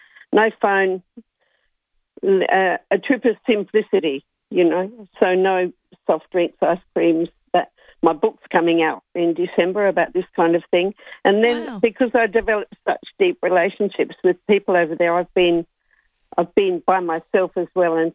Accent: Liverpool, North West England, United Kingdom; born there; I was born in Liverpool.

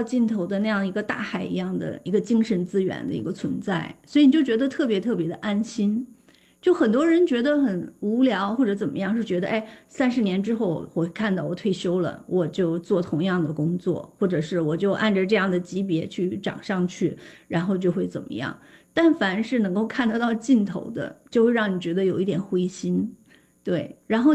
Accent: China; 就尤其是像我们中国人嘛

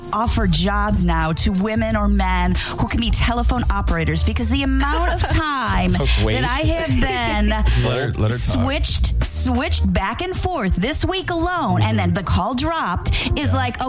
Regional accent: Mount Prospect, Illinois, United States; That's my hometown.

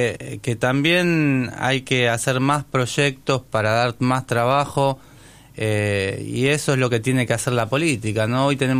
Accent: Argentina; Yo creo que nosotros como argentinos tenemos que estar más unidos.

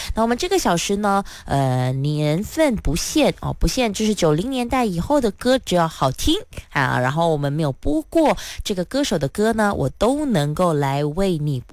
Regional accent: Johor, Malaysia

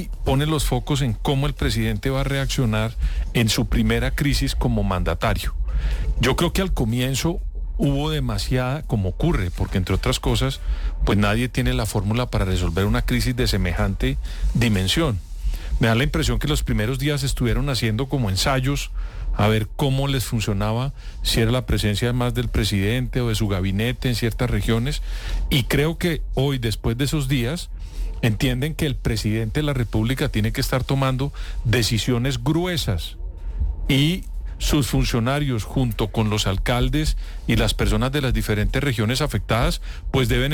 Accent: Colombia

